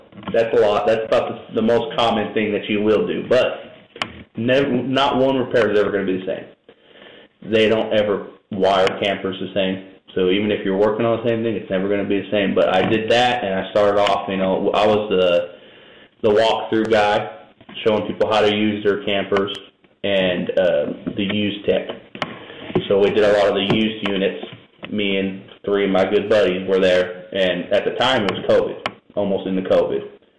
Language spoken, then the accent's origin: English; California, United States; moved away; I'm from California, so I started in California.